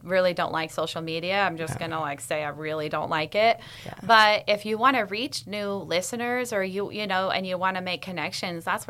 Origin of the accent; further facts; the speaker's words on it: United States; I was raised in Tahoe, correct?